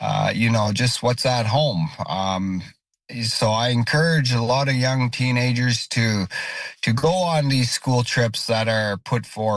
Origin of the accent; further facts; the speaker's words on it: Nunavut, Canada; growing up in Nunavut has allowed me to stay humbled